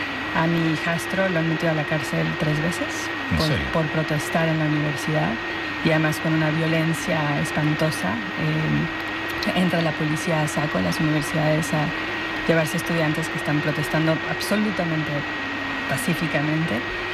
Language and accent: Spanish; Mexico; moved away as an adult; now in New York, United States; Mira, siendo mexicana y ahora habiendo vivido tanto tiempo en Estados Unidos, siempre me tengo que estar disculpando o por una cosa o por la otra.